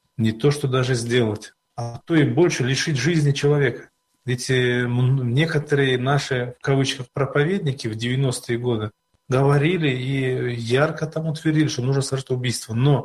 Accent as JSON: {"language": "Russian", "town": "Kizlyar", "region": "Dagestan", "country": "Russia", "tie": "born or raised there", "also_born_or_lived": "Kizilyurt", "said": "Я человек, который родился в Кизилюрте, а всю сознательную жизнь прожил в Кизляре."}